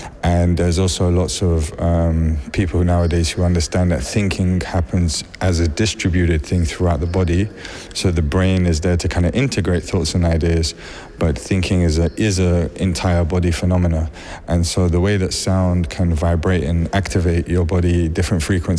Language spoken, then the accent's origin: English; London, United Kingdom; growing up in London.